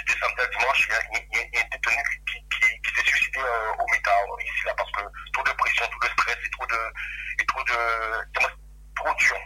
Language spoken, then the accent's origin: French; Guadeloupe; now in France; moi, je suis un Guadeloupéen et j'ai le mental.